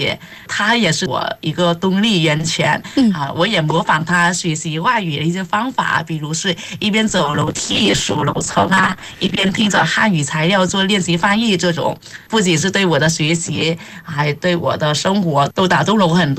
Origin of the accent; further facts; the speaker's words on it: Vietnam; Chinese is a second language; 因为在越南呢，一直以来中国电视剧在我们这边特别受欢迎的，我也就是看着中国电视剧长大的